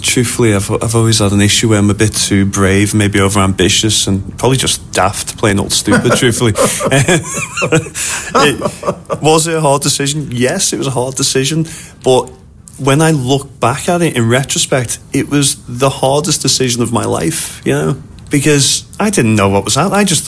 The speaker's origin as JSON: {"language": "English", "town": "Liverpool", "region": "North West England", "country": "United Kingdom", "tie": "born or raised there", "said": "But for me, I'm a lad from Liverpool, County Road, raised, you know."}